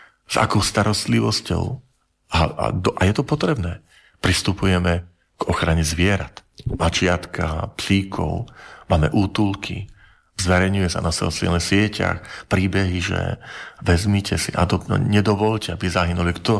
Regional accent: Žilina Region, Slovakia; ja som z Horavy, takže častokrát som mal pred očami, nikdy som tam nebol.

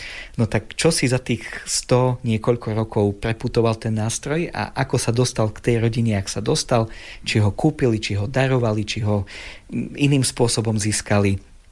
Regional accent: Prešov, Prešov Region, Slovakia; Keďže ja pochádzam zo Solivaru

